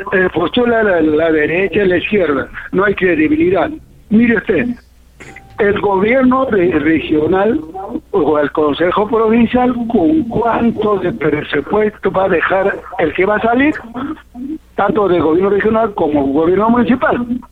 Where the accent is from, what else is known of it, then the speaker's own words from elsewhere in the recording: Peru; Somos reservistas del Perú.